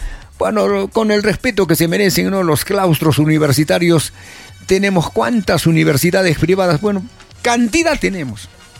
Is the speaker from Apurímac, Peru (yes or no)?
no; Arequipa, Peru; Todo el mundo somos arequipeños